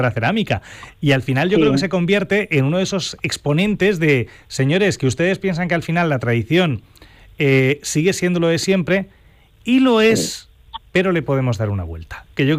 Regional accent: Socuéllamo, Castilla-La Mancha, Spain; porque además yo que soy de Socuéllamo, que soy de al lado, me acercaré para ver el hotel

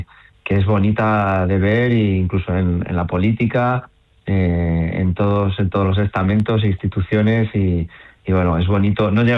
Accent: Pozuelo de Calatrava, Castilla-La Mancha, Spain; yo que estaba en las fiestas de mi pueblo, que fue Pozuelo de Calatrava

